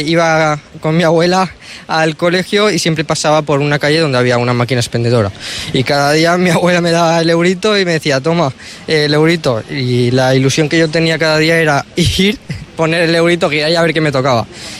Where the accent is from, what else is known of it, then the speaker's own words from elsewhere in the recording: Valencia, Valencian Community, Spain; aquí, en casa, de donde yo soy, poder mostrar la cultura valenciana